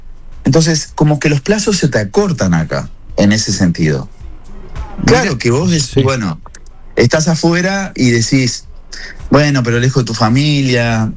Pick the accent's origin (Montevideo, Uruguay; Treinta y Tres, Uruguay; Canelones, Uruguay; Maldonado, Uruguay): Maldonado, Uruguay; now in Miami, United States; yo soy de Maldonado. Punta del Este es una cosa, y donde yo vivía, Maldonado es otra.